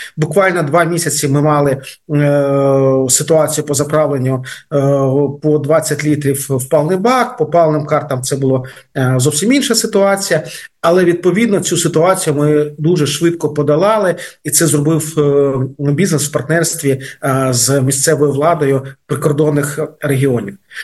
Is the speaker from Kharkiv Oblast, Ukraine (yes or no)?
yes; Kharkiv, Kharkiv Oblast, Ukraine; в місті Харкові, моєму рідному Харкові.